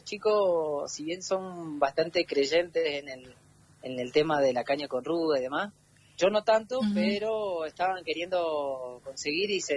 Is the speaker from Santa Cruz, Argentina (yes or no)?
yes; Río Turbio, Santa Cruz, Argentina; la de Argentina, la de mi provincia y la de mi pueblo Río Turbio